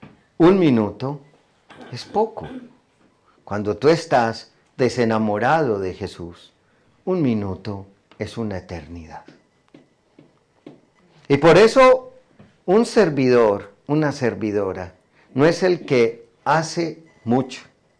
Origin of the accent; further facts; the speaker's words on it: Colombia; en mi país, en Colombia